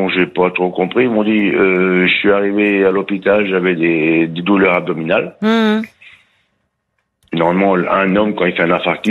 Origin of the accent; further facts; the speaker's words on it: Pays de la Loire, France; Donc, transport en hélicoptère à un hôpital spécialisé, bon, je suis de Loire-Atlantique, spécialisé.